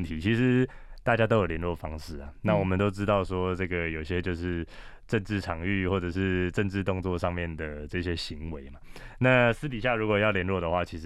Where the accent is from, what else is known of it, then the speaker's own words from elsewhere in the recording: Xizhi, New Taipei, Taiwan; 因为我自己是土生土长的汐止人